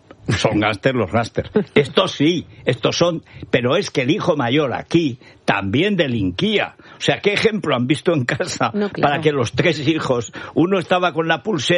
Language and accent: Spanish; Teruel, Aragon, Spain; soy de Teruel